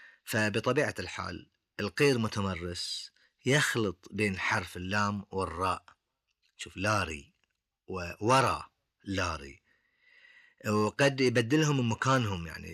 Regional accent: Bahrain; حتى عندنا في البحرين سمعناها وحفظناها أيضا،

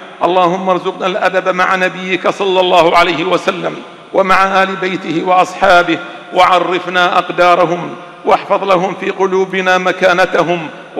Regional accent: Bahrain; بلادنا البحرين

